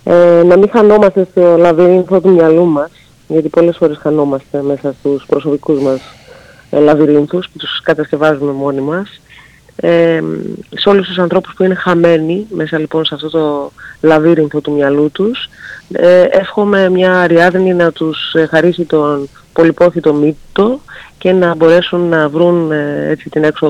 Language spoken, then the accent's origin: Greek; Zakynthos, Ionian Islands, Greece; Εγώ είμαι από τη Ζάκυνθο, ναι, ναι.